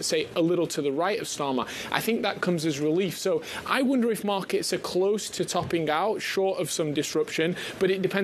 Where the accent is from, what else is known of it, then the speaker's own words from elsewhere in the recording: United Kingdom; and I say this just as a Brit observing the politics